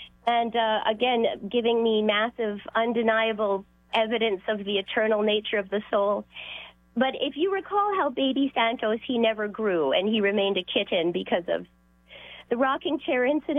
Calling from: Edmonton, Alberta, Canada; I'm doing well. I'm calling from Edmonton, Alberta.

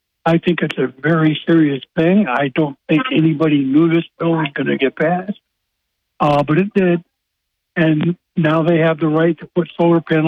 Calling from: Binghamton, New York, United States; I'm calling from Court Street in Binghamton.

